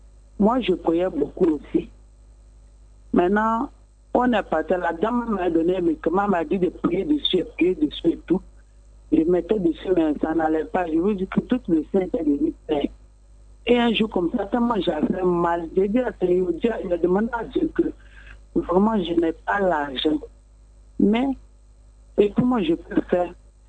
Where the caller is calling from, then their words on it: Bingerville, Abidjan, Côte d’Ivoire; J'appelle de Benjerville